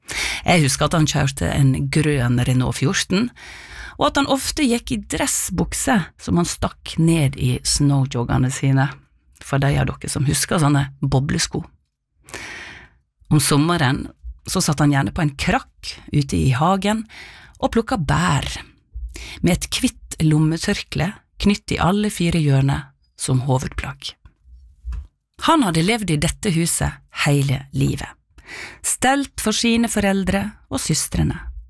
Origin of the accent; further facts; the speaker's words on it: Breim, Vestland, Norway; moved away; huset står på en av nabogårdene fra der jeg vokste opp.